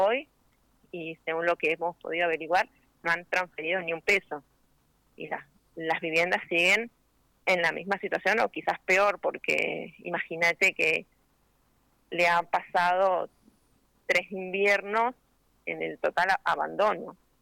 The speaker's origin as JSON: {"language": "Spanish", "town": "Comandante Luis Piedra Buena", "region": "Santa Cruz", "country": "Argentina"}